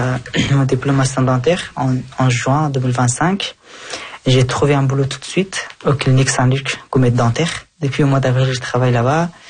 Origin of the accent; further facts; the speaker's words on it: Afghanistan; now in Belgium; Oui, oui, j'ai eu ma nationalité depuis l'année passée. Je ne suis plus afghan maintenant, je suis Belge.